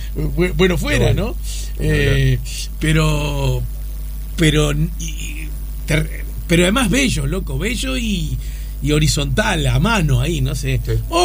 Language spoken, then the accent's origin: Spanish; Montevideo, Uruguay; born there; nacimos cerca de Villa Española, en mi casa ahí de Pérez Castellano, Barrio Porvenir, como se le quiera decir, Robinson, entre Jaime Roldós y Pons y Centenario